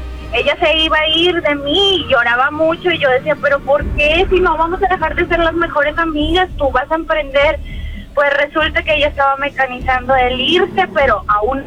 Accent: Monterrey, Nuevo León, Mexico; Yo soy de Monterrey, Nuevo León.

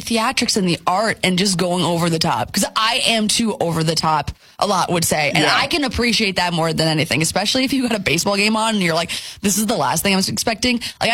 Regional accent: Fairmont, United States; Like, I was back in my hometown in Fairmont

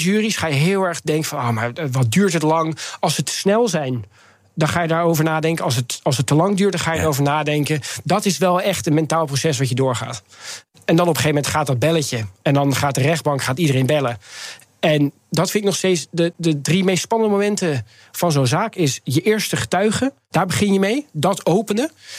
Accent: Netherlands; Ik ben opgegroeid in Nederland.

